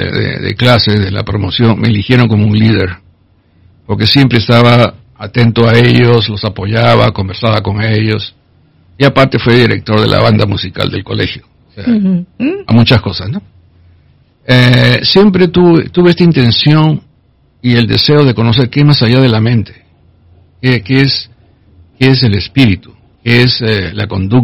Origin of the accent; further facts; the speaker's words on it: Peru; moved away as an adult; now in United States; empecé la universidad en Lima. Soy peruano, católico, fui educado por los jesuitas.